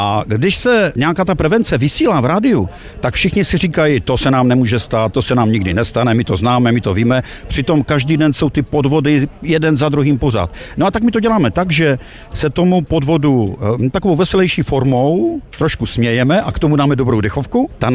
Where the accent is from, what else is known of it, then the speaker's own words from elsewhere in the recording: Ostrava, Moravian-Silesian Region, Czechia; Ja som z Ostravy, ale začal som za ním jezdit do té Stonavy